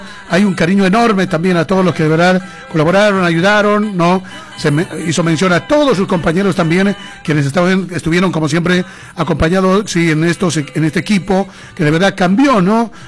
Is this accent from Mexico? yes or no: no; Bolivia; now in Argentina; muchos de nosotros, como bolivianos